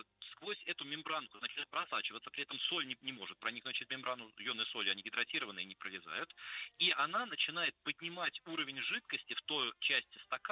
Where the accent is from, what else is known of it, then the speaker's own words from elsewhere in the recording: Saint Petersburg, Russia; born there; Я родился в Питере